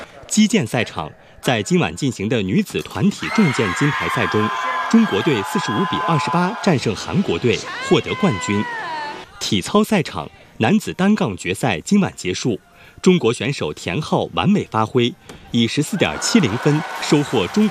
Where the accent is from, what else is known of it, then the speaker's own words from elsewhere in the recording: Thailand; Chinese is a second language; 我来自泰国，这次参加网络安全项目，我期待在上海结识新的伙伴，融入新的社群。这是我第一次来到中国，内心无比激动。